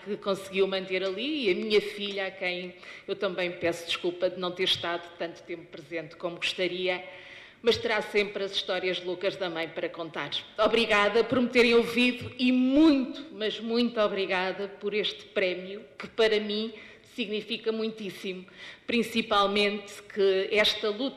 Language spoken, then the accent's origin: Portuguese; Centro, Portugal; also born or lived in Lisbon / Spain; apesar de ter nascido onde quase toda a gente nasceu em Lisboa, na Alfredo da Costa, sempre direi que sou beirã.